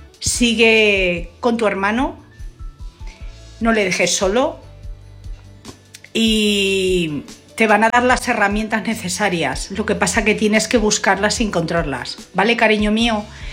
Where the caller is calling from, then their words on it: Madrid, Community of Madrid, Spain; Hola, buenas noches. … de Madrid.